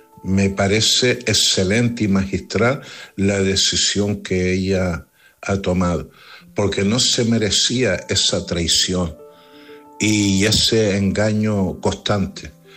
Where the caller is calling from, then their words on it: Canary Islands, Spain; de Gran Canaria.